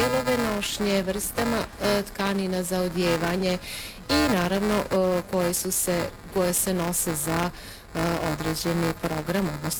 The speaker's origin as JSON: {"language": "Croatian", "town": "Tavankut", "region": "Vojvodina", "country": "Serbia", "said": "dolazim z njim iz Tavankuta."}